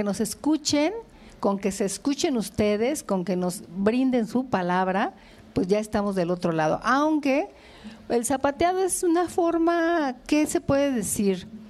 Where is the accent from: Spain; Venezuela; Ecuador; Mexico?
Mexico